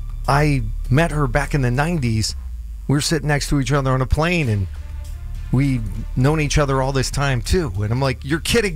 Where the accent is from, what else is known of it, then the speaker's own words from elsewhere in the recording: North Dakota, United States; also born or lived in Minnesota; And he knows I'm originally from North Dakota and Minnesota